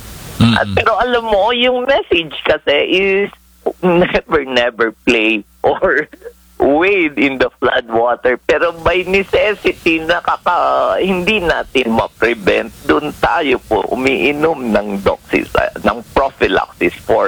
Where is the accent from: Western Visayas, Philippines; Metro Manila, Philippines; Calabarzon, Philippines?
Western Visayas, Philippines; accent: Ilonggo; tinatago ko ang aking Ilonggo accent. Kaso sometimes, pag nagtatanong kayo, dire-diretso lumalabas yung Ilonggo accent ko.